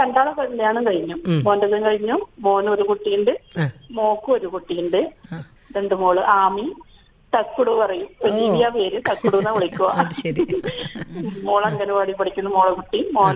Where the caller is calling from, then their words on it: Kerala, India; Keecheri, ചെറുക്കുറ്റി.